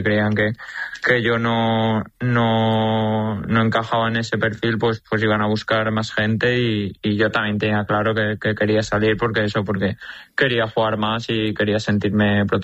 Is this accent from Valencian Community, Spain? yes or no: yes; Valencia, Valencian Community, Spain; porque al final yo me he criado allí, soy de Valencia y voy a ser de Valencia toda la vida